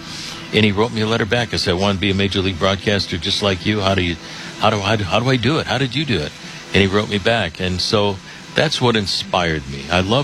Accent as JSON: {"language": "English", "town": "Chicago", "region": "Illinois", "country": "United States", "tie": "born or raised there", "said": "I mean, I grew up here in Chicago, mm-hmm. you know, on the south side."}